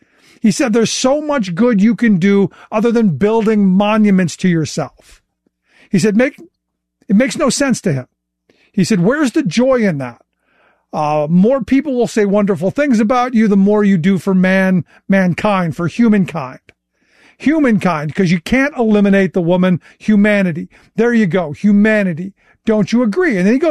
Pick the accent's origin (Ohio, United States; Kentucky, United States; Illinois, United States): Ohio, United States; Cleveland; Now look, I grew up in Cleveland.